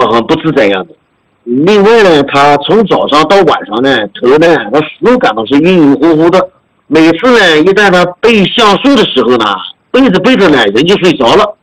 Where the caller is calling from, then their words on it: Ma'anshan, Anhui, China; 我呢是来自安徽省马鞍山市的一名学员。